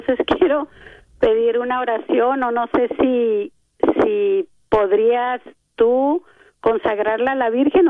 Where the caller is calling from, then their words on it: San Diego, California, United States; de aquí de San Diego.